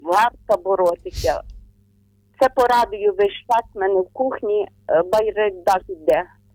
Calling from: Ternopil Oblast, Ukraine; Доброго підвечірка, нас так кажуть. Я з України. Ми з України. Тернопільщина.

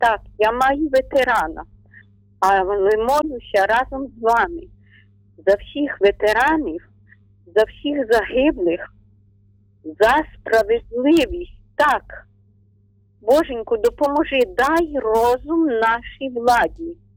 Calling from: Ternopil Oblast, Ukraine; ми з України, Тернопільщина

